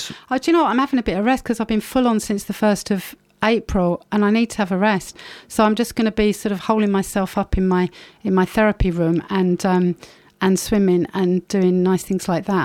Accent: East of England, United Kingdom; although I'm from Essex, I was in Bermondsey at the time

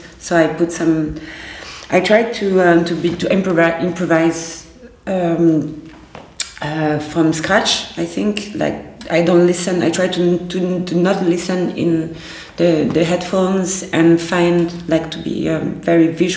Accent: Brussels, Brussels-Capital Region, Belgium; I'm DJ from Brussels and curator.

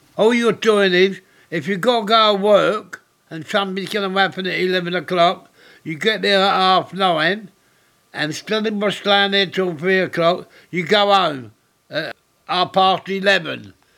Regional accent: Deptford, London, United Kingdom; born there; I was born on May 1. I was born in Deptford 81 years ago. Yes, we lived in an house where the walls were so thin, we used to have to tip our bread in next door's gravy.

